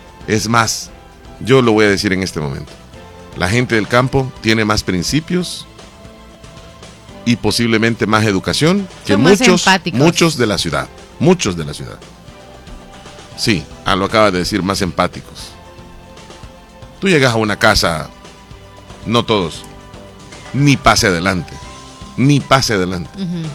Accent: Bolívar, La Unión, El Salvador; Porque yo no soy de Santa Rosa, yo soy originario de un pueblo, de sí, Bolívar

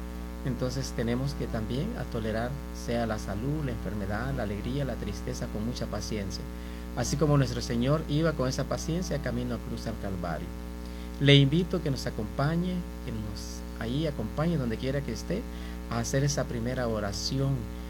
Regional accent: El Salvador; nuestro hermoso país, El Salvador

